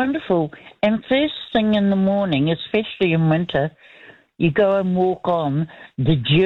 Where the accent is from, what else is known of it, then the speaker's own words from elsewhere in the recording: New Zealand; I'm a Kiwi kid.